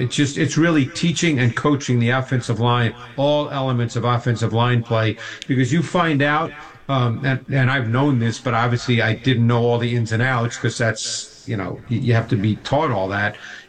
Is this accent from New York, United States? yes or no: yes; New York, United States; So when I grew up in Queens, which was in, you know, like the 60s, there was a bowling alley that was within walking distance of where I grew up.